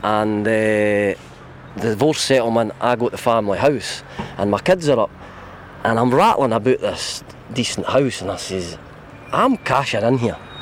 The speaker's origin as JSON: {"language": "English", "region": "Scotland", "country": "United Kingdom", "said": "as a Scot"}